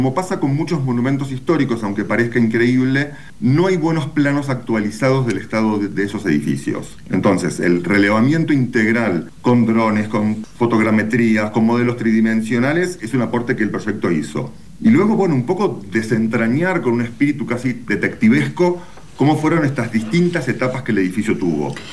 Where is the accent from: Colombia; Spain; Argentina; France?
Argentina; Bariloche, Río Negro; moved away; also born or lived in Buenos Aires; En mi caso particular, la historia es más larga, soy de Bariloche, estudié en Buenos Aires y hace unos 20 años que vivo por acá, aproximadamente.